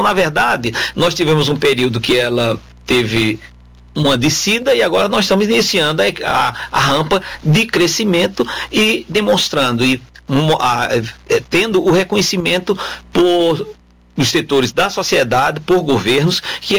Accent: Bom Conselho, Pernambuco, Brazil; Eu sou pernambucano. Eu sou lá de Bom Conselho.

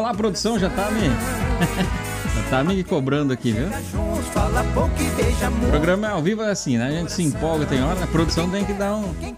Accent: Caarapó, Mato Grosso do Sul, Brazil; lá na minha cidade, querida cidade de Carapó.

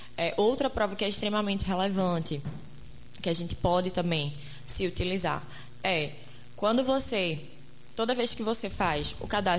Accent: Pedra, Pernambuco, Brazil; born there; also born or lived in Arcoverde; Na verdade, eu nasci em Arco Verde, né? Pedrense é meu pai … E a gente sempre teve uma infância, né, aqui na Pedra.

